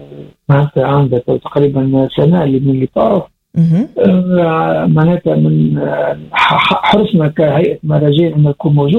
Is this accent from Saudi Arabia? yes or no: no; Tunisia; واكتشف انه عندنا في تونس مش كان شيء ومش كان عروض التجارية